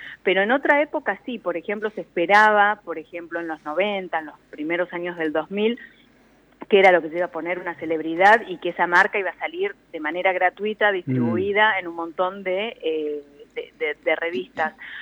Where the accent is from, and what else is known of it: Argentina